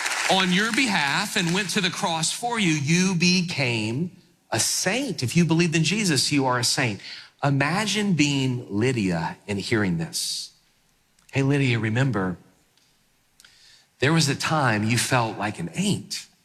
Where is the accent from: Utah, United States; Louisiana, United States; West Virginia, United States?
Louisiana, United States; New Orleans; I grew up in New Orleans. All my buddies growing up were Catholic, and so I heard about the saints in the Catholic Church.